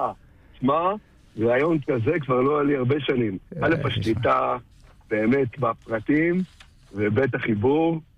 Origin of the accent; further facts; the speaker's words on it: Kfar Etzion, Judea and Samaria, Israel; אני רוצה להגיד שאני גדלתי בכפר עציון, ובתור ילד שעבד במטע דובדבנים